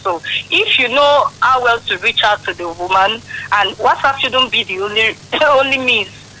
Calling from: Ibadan, Oyo, Nigeria; from Ibadan.

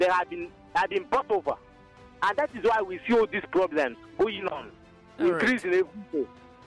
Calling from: Nkumuro, Ebonyi, Nigeria; Yes, I am reaching you from Nkumuro, which is in Inyaba Development Center of Ebonyi State.

